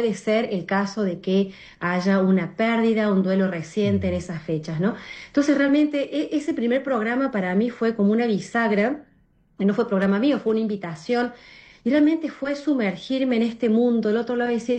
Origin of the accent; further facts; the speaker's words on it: Argentina; yo conocí a la radio cuando era muy chica, acá en mi país, en Argentina, con nuestra Radio María Argentina, que mi mamá la escuchaba siempre